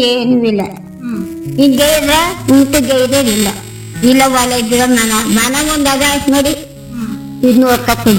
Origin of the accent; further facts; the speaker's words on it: Karnataka, India; born there; moved away as an adult; now in Devalapura Hadi, Sargur taluk, India; ನಾವು ಹುಟ್ಟಿದ್ದು ನಾಣಪುರ, ಬೆಳ್ಳೂರುಂಡಿ ಅಂತ ನಾಣಪುರ ಕುರುಬ್ರಾಡಿ. ನಾ ಅಲ್ಲಿಂದ ಇಲ್ಲಿ ಮದುವಾದಿ.